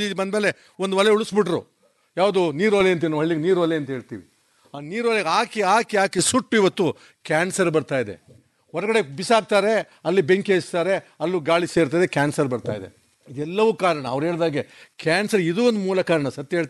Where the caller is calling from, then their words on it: Mandya, Karnataka, India; ನಮ್ಮ ಮಂಡ್ಯದ B S engineering college ಇದೆ